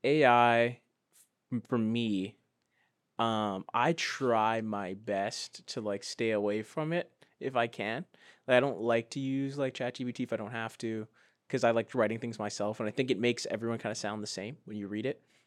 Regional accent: Ghana; they talk about, I'm from Ghana, and they talk about how we're not good

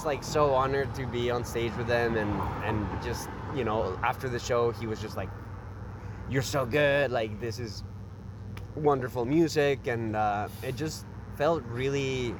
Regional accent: Bogotá, Bogotá Capital District, Colombia; Bogota, yeah.

